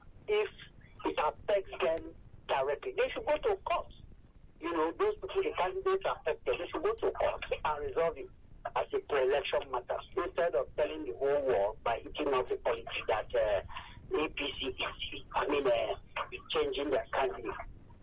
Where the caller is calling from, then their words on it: Abaranje, Lagos, Nigeria; I'm calling from Abaronje.